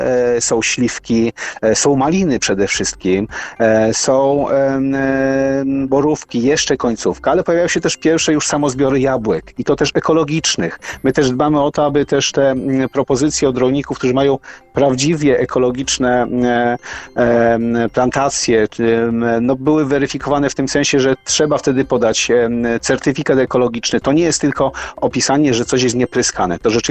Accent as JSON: {"language": "Polish", "region": "Lesser Poland", "country": "Poland", "said": "ja jestem z Małopolski"}